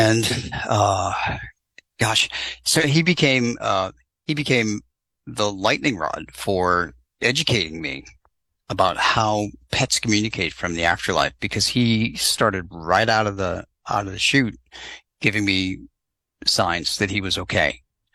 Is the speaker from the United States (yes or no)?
yes; New England, United States; I grew up in New England, and I was inspired by the blizzard of 1978